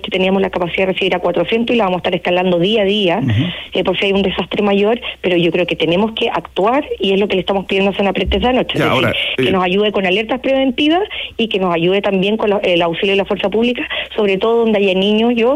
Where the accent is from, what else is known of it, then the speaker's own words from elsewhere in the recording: Chile; Y yo creo que hoy día nosotros somos chilenos, tenemos nuestro ADN, ¿cierto?